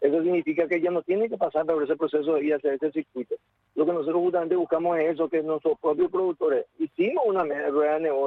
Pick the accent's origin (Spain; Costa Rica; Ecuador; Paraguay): Paraguay; capacidad y discernimiento de entender qué es lo que nos conviene y qué es lo que no nos conviene como paraguayos.